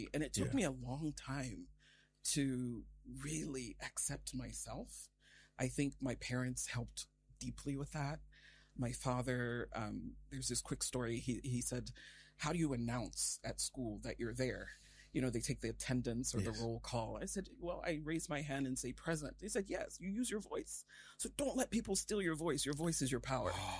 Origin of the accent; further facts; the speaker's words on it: Volta, Ghana; first language Ewe; English is a second language; So my family is from the Volta region of Ghana.